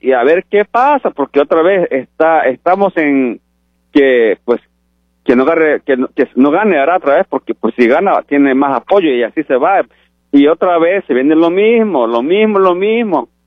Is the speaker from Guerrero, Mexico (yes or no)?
no; Oaxaca, Mexico; Soy de Oaxaca.